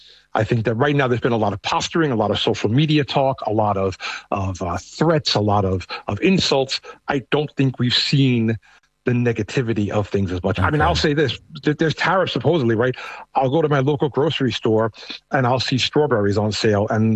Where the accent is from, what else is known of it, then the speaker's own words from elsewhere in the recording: New York, United States; oh, you're not from here. And I said, no, I'm from New York.